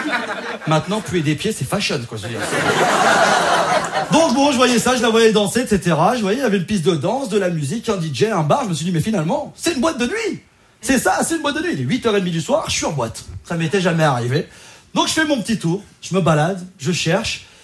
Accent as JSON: {"language": "French", "region": "Auvergne-Rhône-Alpes", "country": "France", "said": "Moi, je viens de Savoie, d'un petit village de montagne."}